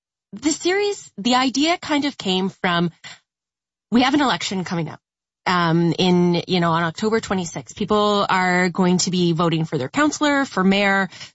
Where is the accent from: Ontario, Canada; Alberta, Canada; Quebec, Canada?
Ontario, Canada; Ottawa; And I grew up in Ottawa, like I know this